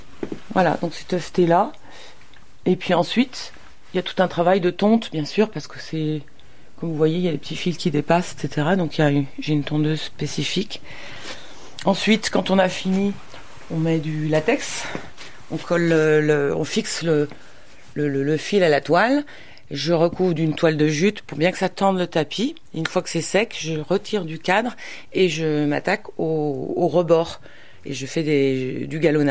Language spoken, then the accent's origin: French; Saint-Étienne, Auvergne-Rhône-Alpes, France; also born or lived in London / Provence; je suis originaire de Saint-Étienne, mais j'ai vécu à Londres et puis je me suis retrouvée en Provence pendant 20 ans